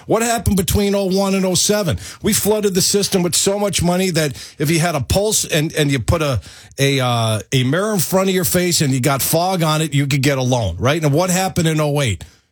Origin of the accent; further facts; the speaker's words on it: New York City, New York, United States; that's a proper way to say Florida because I'm from Brooklyn, by the way.